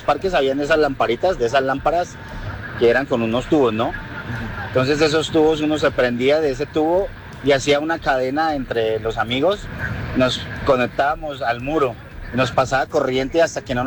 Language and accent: Spanish; Cali, Valle del Cauca, Colombia; moved away; recuerdo allá en mi tierra, en Cali